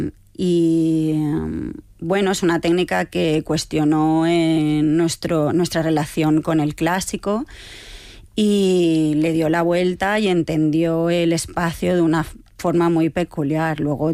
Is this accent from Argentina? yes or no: no; Spain; Tengo un poco de presión porque siendo directora española siempre miran a ver a quién invita y tal.